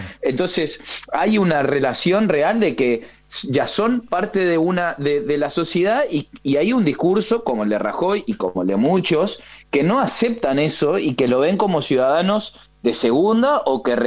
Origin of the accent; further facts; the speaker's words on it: Corrientes, Argentina; now in Spain; yo soy de Corrientes